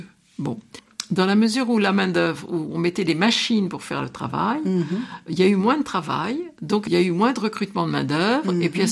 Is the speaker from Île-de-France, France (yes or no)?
yes; Paris, Île-de-France, France; born there; now in Dreux, France; Ben non, je suis pas de Dreux. Je suis née à Paris.